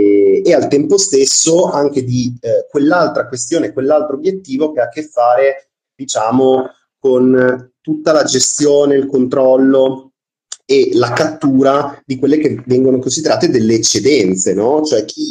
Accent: Trieste, Friuli-Venezia Giulia, Italy

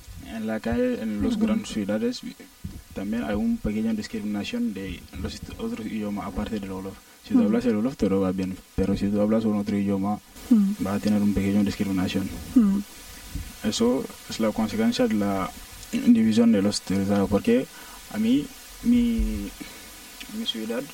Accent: Senegal; yo le digo por qué no soy de Senegal, él dice que es imposible de ser de Senegal y sin hablar el Wolof.

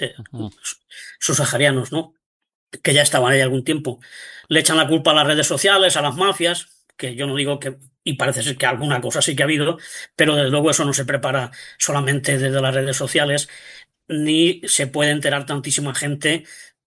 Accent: Spain; como los españoles, lo digo por enésima vez, en muchísimas épocas hemos emigrado

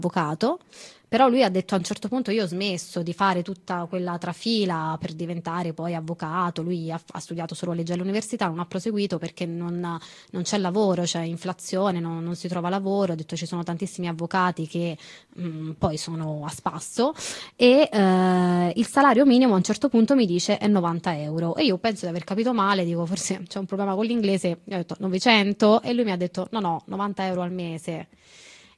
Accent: Calabria, Italy; born there; now in Prato, Italy; io oggi sono a Firenze, ma abito a Prato, ma sono nata in Calabria, ma ho fatto ricerca sulla frontiera e adesso sono a Marsiglia a portare questi dati.

